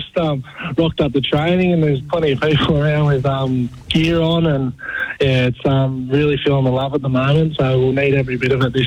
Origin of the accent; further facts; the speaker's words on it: Newcastle, New South Wales, Australia; It's the biggest honour of my life to represent my hometown